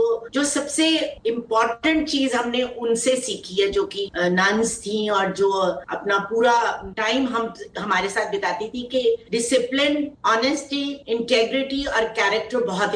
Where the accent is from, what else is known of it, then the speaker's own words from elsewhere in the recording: Dalhousie, Himachal Pradesh, India; डलहौजी हमारा home town है जहाँ हम 1880 से रह रहे हैं, तो वहीं पे हम सेटल्ड थे